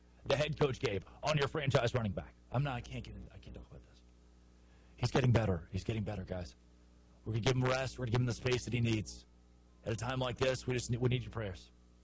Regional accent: Arkansas, United States; Where I grew up in Valonia, Arkansas.

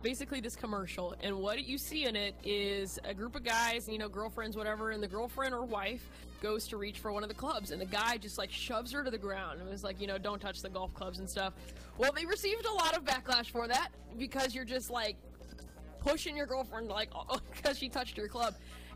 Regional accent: Texas, United States; But I'm an only child. I'm from Texas. I got that, like, strong Texas, like, you know, personality.

